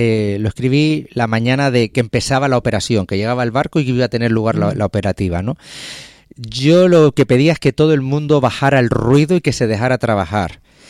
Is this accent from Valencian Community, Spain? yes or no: no; Canary Islands, Spain; Yo, como español y canario